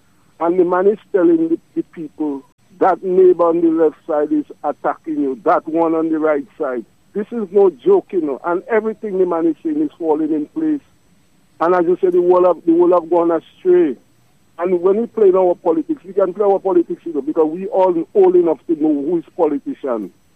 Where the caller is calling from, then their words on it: Marigot, Saint Andrew Parish, Dominica; I'm from Marigot